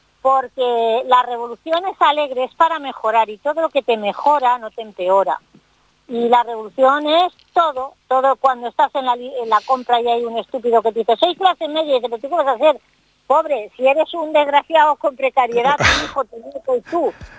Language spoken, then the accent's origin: Spanish; Spain